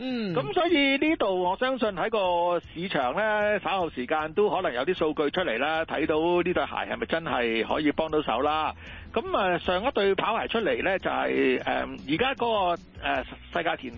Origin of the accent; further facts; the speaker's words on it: Hong Kong; 即係我哋香港人咧